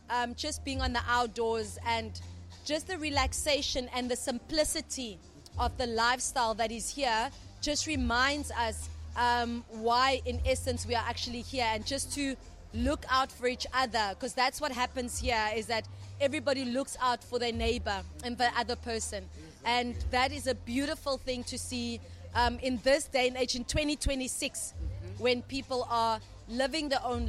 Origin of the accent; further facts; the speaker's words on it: South Africa; I'm proudly South African.